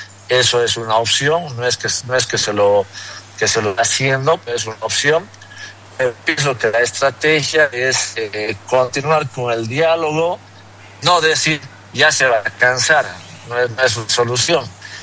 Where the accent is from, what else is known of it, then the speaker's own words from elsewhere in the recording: Bolivia; ¿Qué queremos como bolivianos?